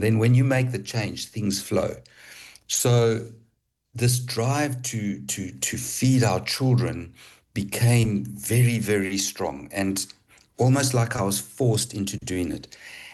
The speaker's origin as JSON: {"language": "English", "town": "Johannesburg", "region": "Gauteng", "country": "South Africa", "tie": "born or raised there", "also_born_or_lived": "Zimbabwe", "moved": "as an adult", "said": "Left soon after the war, 1981, went to Johannesburg. Finished my schooling in Johannesburg, remained in Johannesburg till about 2004."}